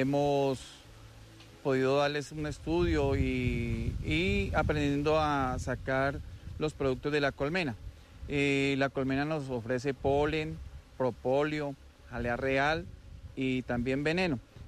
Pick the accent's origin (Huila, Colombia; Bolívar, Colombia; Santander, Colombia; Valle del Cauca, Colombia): Huila, Colombia; Timaná; soy del municipio de Timaná.